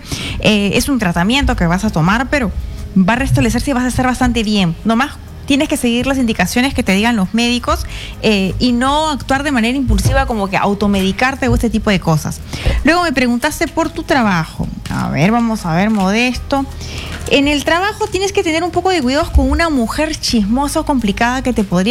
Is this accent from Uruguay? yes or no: no; Peru; moved away as an adult; also born or lived in Argentina